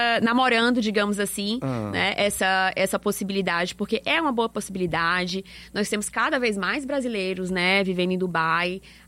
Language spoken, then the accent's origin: Portuguese; Ceará, Brazil; Eu sou cearense.